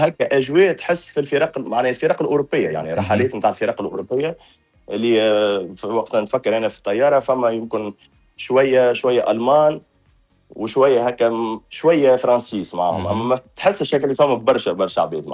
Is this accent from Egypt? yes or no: no; Tunisia; نحن كجماهير تونسيه